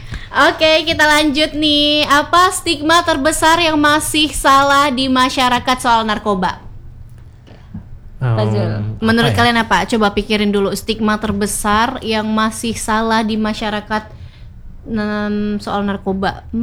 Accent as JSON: {"language": "Indonesian", "region": "Bengkulu", "country": "Indonesia", "also_born_or_lived": "Yogyakarta", "moved": "as an adult", "said": "aku orang Bengkulu ke Jogja"}